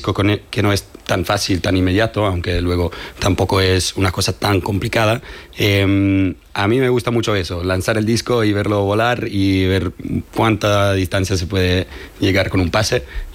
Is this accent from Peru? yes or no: no; Italy; moved away as an adult; now in Logroño, Spain; Soy italiano, jugué en la selección italiana muchos años.